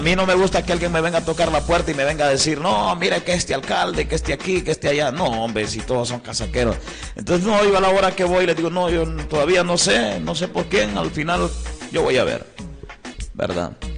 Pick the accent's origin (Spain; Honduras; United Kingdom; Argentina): Honduras; Olancho; moved away; donde yo vengo de Olancho